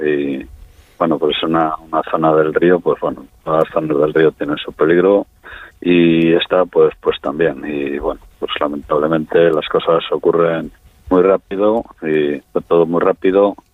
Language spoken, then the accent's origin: Spanish; Venta de Baños, Castile and León, Spain; born there; Yo, mira, soy nacido aquí en Venta de Baños, sí.